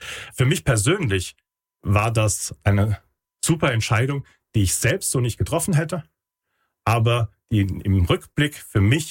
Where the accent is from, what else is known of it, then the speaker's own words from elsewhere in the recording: Westerwald, Germany; born there; moved away; also born or lived in Friedberg; ich bin gebürtiger Westerwälder. Ich ziehe jetzt wieder in die Nähe meiner Familie.